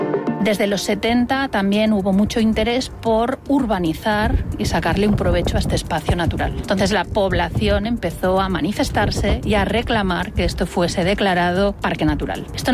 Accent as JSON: {"language": "Spanish", "town": "Ibiza", "region": "Balearic Islands", "country": "Spain", "tie": "born there", "said": "Yo soy nacida en Ibiza y por parte de mi madre, familia ibicenca, más o menos de Ibiza ciudad."}